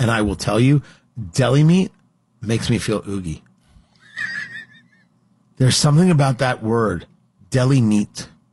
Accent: New Jersey, United States; moved away; growing up in Jersey

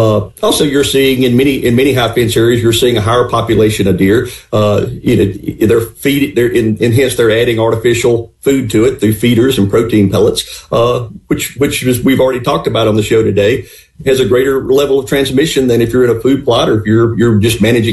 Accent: Greenville, Mississippi, United States; Look, I grew up, I was born and raised in Greenville and loved to fish on Ferguson and Washington and Whiskey Chute in Arkansas.

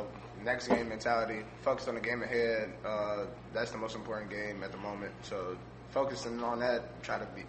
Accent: Louisville, Kentucky, United States; Knowing we got a chance to do something really special here in Louisville, and knowing that's my hometown, and I get to be a part of that, that means a lot.

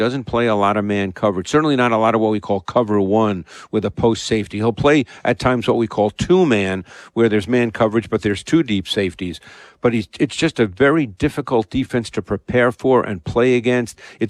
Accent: Queens, New York, United States; I grew up in Queens, and not a lot of high schools in New York City have football. So my high school didn't have football

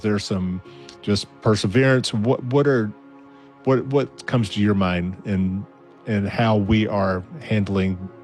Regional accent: Alabama, United States; we just premiered a new episode of Buzz in my home state of Alabama

